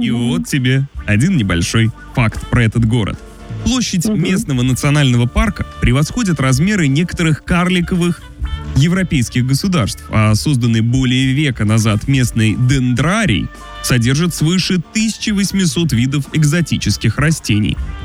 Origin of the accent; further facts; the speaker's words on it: Saransk, Mordovia, Russia; Я же сам из Саранска